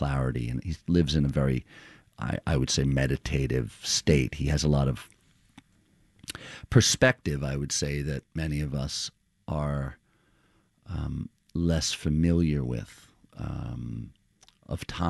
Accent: Queens, New York, United States; And I think part of what drew me to this is an understanding of how, in growing up in Queens

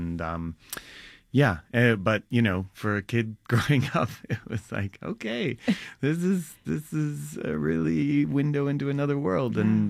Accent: Brooklyn, New York, United States; I mean, I grew up in Brooklyn as well

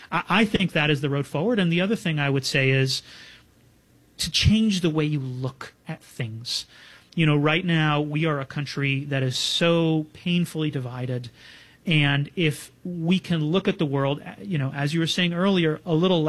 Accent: Binghamton, New York, United States; up in my hometown of Binghamton, New York

